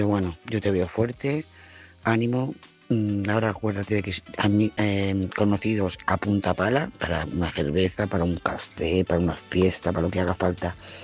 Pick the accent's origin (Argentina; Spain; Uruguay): Spain; Lloret de Mar, Catalonia; de Lloret de Mar, corresponsal de esa audiencia